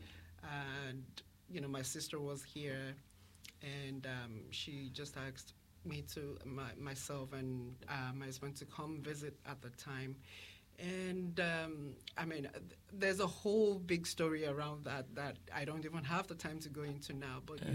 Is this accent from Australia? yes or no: no; Nigeria; now in Hawke's Bay, New Zealand